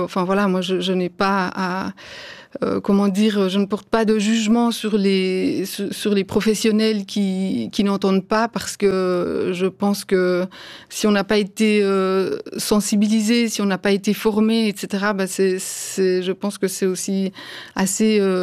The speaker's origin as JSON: {"language": "French", "region": "Jura", "country": "Switzerland", "tie": "born or raised there", "also_born_or_lived": "Geneva", "moved": "as an adult", "said": "ma famille est jurassienne. Je suis née à Delémont, donc j'ai vécu à Vic. Et j'ai fait mon école primaire là-bas, ensuite j'ai fait le lycée à Porrentruy."}